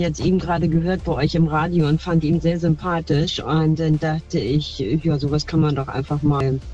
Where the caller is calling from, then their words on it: Hamburg, Germany; ich komme aus Hamburg.